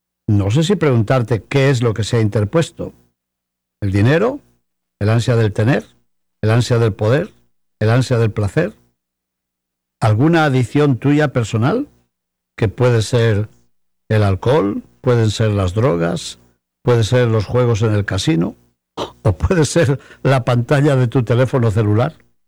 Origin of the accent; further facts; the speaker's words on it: Spain; Hace pocos días, en mi tierra, en España, en el noroeste de España sobre todo, nuestros ciudadanos han tenido ocasión de presenciar un eclipse de sol.